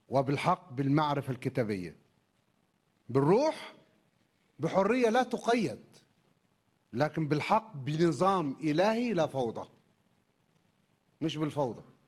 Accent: Egypt; احنا كشعب مصري

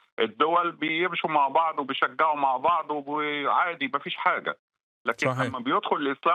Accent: Egypt; اول واحد في الكوره عندنا في مصر خلى المنتخب يبقى اسمه منتخب الساجدين

